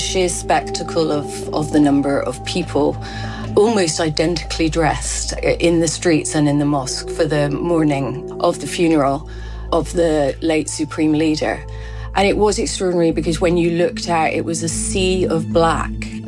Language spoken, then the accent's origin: English; United Kingdom; I suppose I'm not, being British